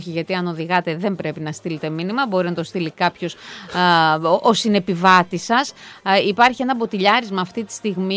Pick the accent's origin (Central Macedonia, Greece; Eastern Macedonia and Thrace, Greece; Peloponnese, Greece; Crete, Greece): Central Macedonia, Greece; Thessaloniki; Καλά, τώρα το λέμε εμείς η πιο όμορφη πόλη, γιατί είμαστε από τη Θεσσαλονίκη.